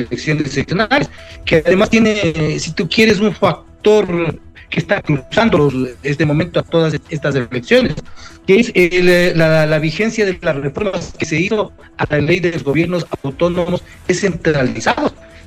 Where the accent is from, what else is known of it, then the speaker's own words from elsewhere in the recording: Ecuador; desde afuera, ¿cómo nos ven a los ecuatorianos somos extremadamente gustosos de la política